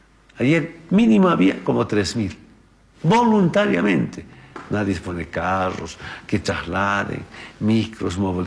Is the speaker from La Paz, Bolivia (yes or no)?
no; Orinoco, Oruro, Bolivia; moved away; also born or lived in Chapare; Yo escuchaba ya, como adolescente en Orinoco, que mi tierra de origen